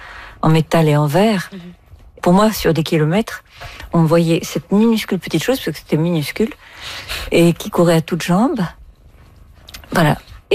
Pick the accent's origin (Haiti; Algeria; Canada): Algeria; now in France; D'Algérie, je suis partie, mais parfois, je me dis aussi, tu sais, si on joue avec l'idiome français, je suis d'Algérie, je suis partie, je suis une partie d'Algérie. Une petite partie.